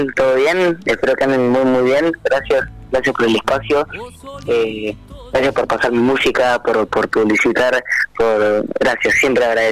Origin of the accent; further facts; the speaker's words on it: Cinco Saltos, Río Negro, Argentina; moved away as an adult; also born or lived in Córdoba; now in Buenos Aires, Argentina; soy como una mezcla, porque soy nacido en Córdoba, criado en Cinco Saltos, y ya hace 3 años estoy en Capital Federal.